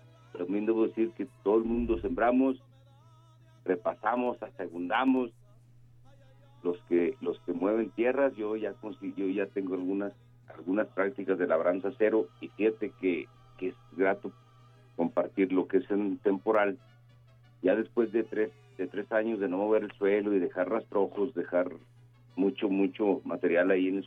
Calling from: Mexico

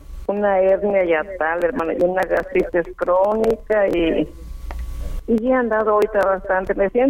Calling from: Guadalupe, Nuevo León, Mexico; De Guadalupe.

